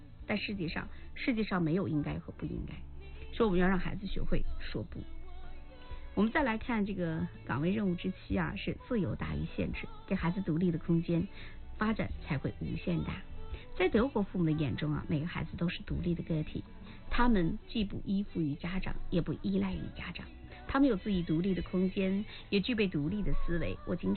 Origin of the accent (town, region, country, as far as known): China